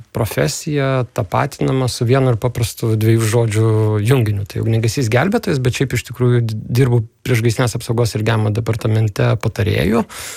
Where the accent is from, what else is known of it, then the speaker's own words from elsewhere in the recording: Rietavas, Telšiai County, Lithuania; born there; nes gyvenau, augau kaime. Kaip kartais sakau, baigiau 12 klasių per 4 mokyklas, nes gimiau Rietave. Žemaitijoje.